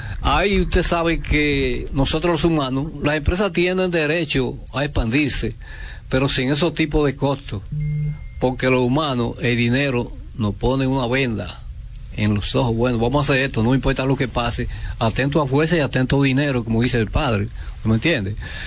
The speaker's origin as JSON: {"language": "Spanish", "region": "La Vega", "country": "Dominican Republic", "tie": "born or raised there", "said": "yo soy nativo, nacido y criado en esa comunidad, que hay cosas que coinciden mucho con lo que dice el padre. Nosotros vivimos Carrera de Palmas justamente frente a esa montaña."}